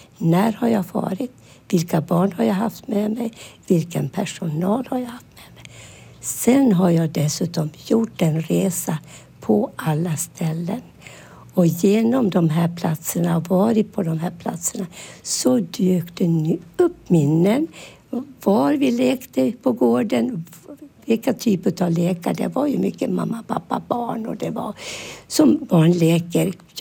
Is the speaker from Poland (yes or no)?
no; Finland; born there; det vi själv upplevde hemma i Finland under kriget.